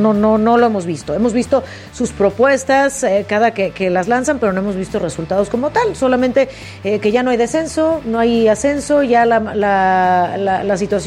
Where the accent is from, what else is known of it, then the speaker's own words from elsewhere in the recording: Tepatitlán, Jalisco, Mexico; now in Mexico City, Mexico; Y hasta que de pueblo, es más, ni siquiera de Guadalajara, de Tepatitlán.